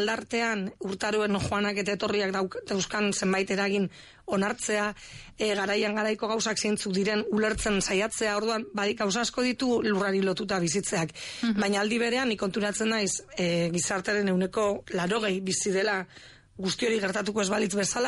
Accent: Basque Country, Spain; born or raised there

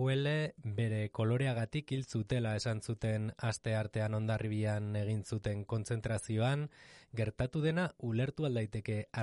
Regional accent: Pamplona, Navarre, Spain; Iruñekoa naiz

